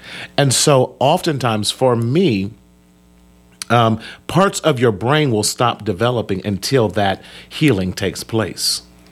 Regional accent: Bible Belt, United States; You know, we grew up in the Bible Belt.

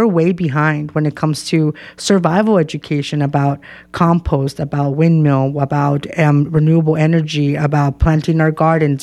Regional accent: Fontana, California, United States; also born or lived in El Monte / West Covina; because I was born in El Monte, mm-hmm. and then we moved to West Covina, and then we moved to Fontana.

